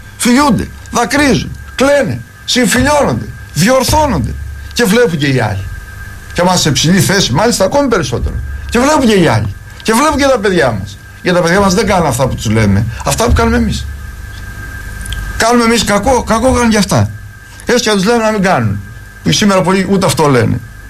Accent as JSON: {"language": "Greek", "region": "Peloponnese", "country": "Greece", "said": "θυμάμαι στα μέρη μας σε ένα χωριό εκεί, στα Αρκαδία"}